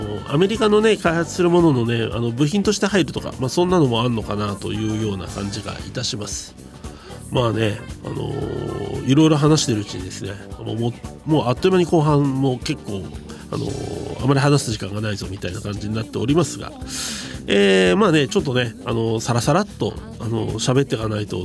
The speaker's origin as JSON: {"language": "Japanese", "region": "Hokkaido", "country": "Japan", "said": "僕ら道民からしてみると"}